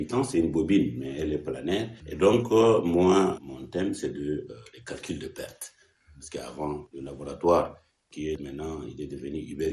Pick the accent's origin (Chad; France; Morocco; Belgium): Chad; Abéché, Ouaddaï; Oui, c'est à Béchi que j'ai commencé mes premiers pas. J'ai fait l'école de la 6e jusqu'en terminale à Béchi.